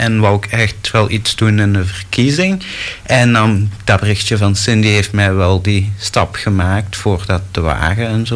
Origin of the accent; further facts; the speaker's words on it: Retie, Flanders, Belgium; Ik kom uit Reti, provincie Antwerpen.